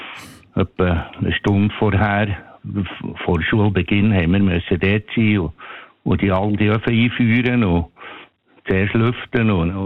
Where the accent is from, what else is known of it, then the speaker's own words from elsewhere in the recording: Leissigen, Bern, Switzerland; Ich bin in Burg, in Leissig am Thunersee aufgewachsen.